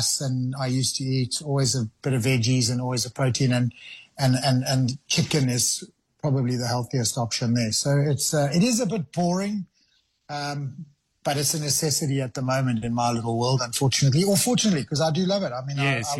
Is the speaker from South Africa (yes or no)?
yes; Cape Town, Western Cape, South Africa; and growing up in Cape Town, you know, it was wet and it rained a lot in winter.